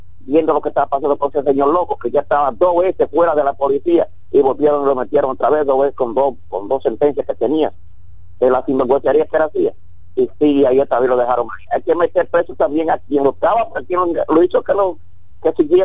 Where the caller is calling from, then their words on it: Sabana Grande de Boyá, Monte Plata, Dominican Republic; Monteplata no, yo vivo en Sabana Grande de Boyá.